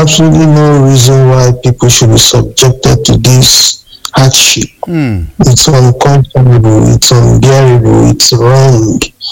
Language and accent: English; Oyo, Nigeria; moved away as an adult; also born or lived in Kano State, Nigeria / United Kingdom; now in Ibadan, Nigeria; live in Ibadan North, and I've been in Ibadan North for a long time. I was born in Ibarapa East, did primary and secondary education in Ibarapa East before going up north for my university education.